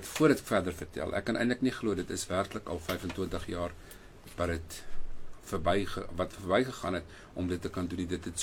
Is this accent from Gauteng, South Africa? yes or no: no; Mpumalanga, South Africa; moved away; also born or lived in White River; Ek is gebore in Mpumalanga, in Oost-Transvaal, daai jare gewees. Ek het groot geword daar. Ek is 'n boerse kind. Ek het daar op 'n plaas groot geword.